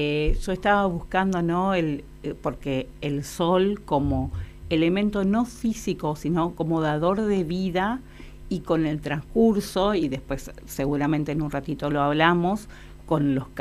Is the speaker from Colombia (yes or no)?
no; Ituzaingó, Corrientes, Argentina; me crié en un lugar, en Ituzaingó, en Corrientes, donde había mucho intercambio de gente, mucha gente que me nutrió el alma